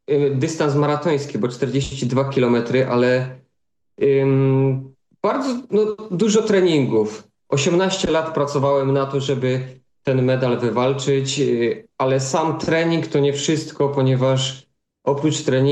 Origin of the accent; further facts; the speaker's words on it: Bojszowy, Silesian Voivodeship, Poland; born there; also born or lived in Tychy; pochodzę z pięknej, malowniczej wioski Bojszowy, niedaleko Tychów. W Tychach się urodziłem, ale tak, zdecydowanie południe Polski.